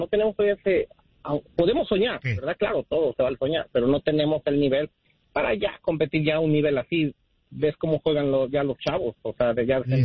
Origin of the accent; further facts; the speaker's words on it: Mexico; pues creo que México hizo pues hasta donde nos da de fútbol, a nosotros como mexicanos, ¿no?